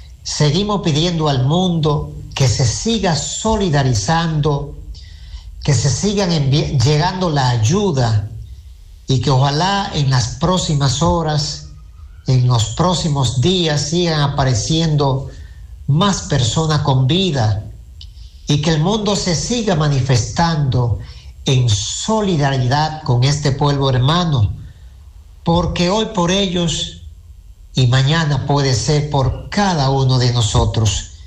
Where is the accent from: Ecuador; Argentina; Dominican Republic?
Dominican Republic